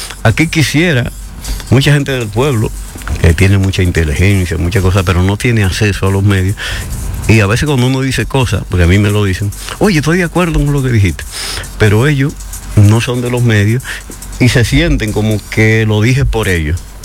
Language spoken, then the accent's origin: Spanish; Dominican Republic; moved away